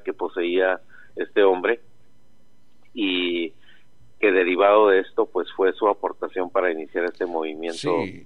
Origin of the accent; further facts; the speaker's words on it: Chihuahua, Mexico; born there; now in Tijuana, Mexico; Mi familia, nosotros somos de Chihuahua. Yo tengo ya muchos años en Tijuana, pero yo nací en Chihuahua.